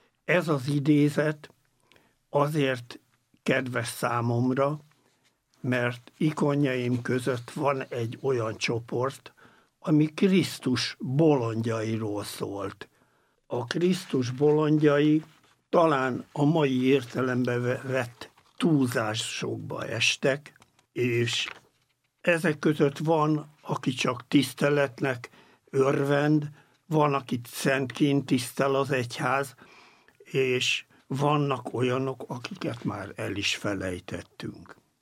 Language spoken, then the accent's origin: Hungarian; Pannonhalma, Győr-Moson-Sopron, Hungary; Amikor Pannonhalmán nevelkedtem, ott nagyon tehetségesnek tartottak